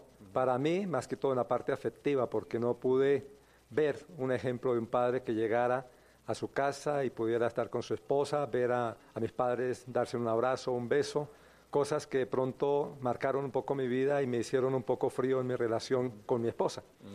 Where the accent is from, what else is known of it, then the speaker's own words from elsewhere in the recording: Bucaramanga, Santander, Colombia; oriundo de Colombia. Nací en una ciudad al oriente que colinda casi con Venezuela, Bucaramanga, una ciudad muy bonita, en la capital del departamento de Santander. Soy el menor de 9 hermanos.